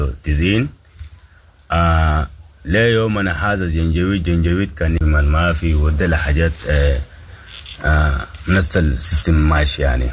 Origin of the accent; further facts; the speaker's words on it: Sudan; نعم نحن قاعدين نتابع كسودانيين وفقرنا الوطن نتالب عن قضايانا